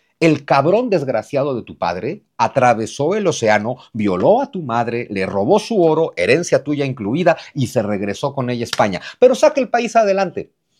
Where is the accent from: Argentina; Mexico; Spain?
Mexico